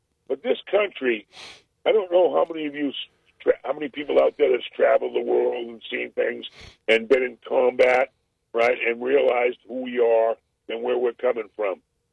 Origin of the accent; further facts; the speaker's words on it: United States; I'm Native American